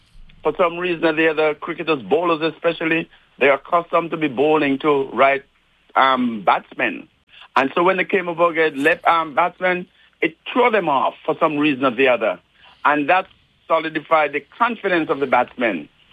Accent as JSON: {"language": "English", "region": "Nevis", "country": "St. Kitts & Nevis", "tie": "born or raised there", "said": "growing up in Nevis"}